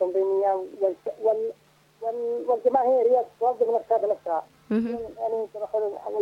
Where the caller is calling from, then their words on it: Bayt al-Faqih, Al Hudaydah, Yemen; من بيت الفقيه محافظة الزيدة.